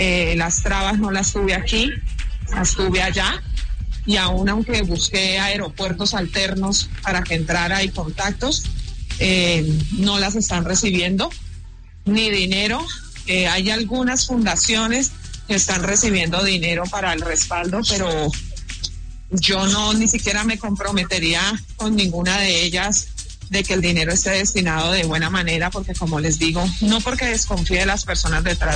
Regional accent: Colombia; now in Mexico; Como colombianos nos unimos

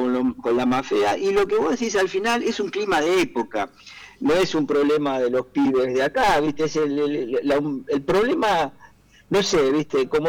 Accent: La Plata, Buenos Aires Province, Argentina; de acá, de La Plata, bueno, nosotros también

